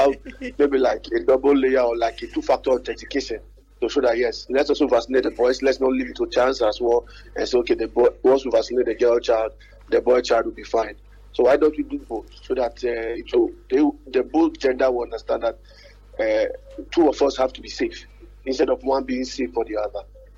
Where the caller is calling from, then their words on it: Lagos, Nigeria; Okay, I'm calling from East Lagos.